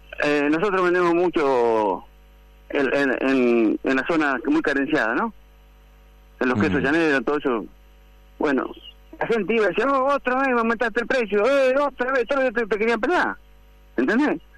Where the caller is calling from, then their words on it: Argentina; Acá somos todos argentinos.